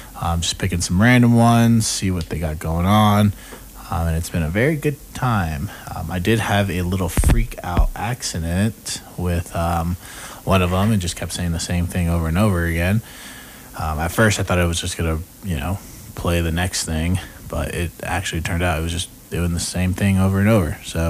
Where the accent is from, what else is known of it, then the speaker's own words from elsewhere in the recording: Florida, United States; moved away; I'm from Florida, so hurricanes were a pretty big deal for me.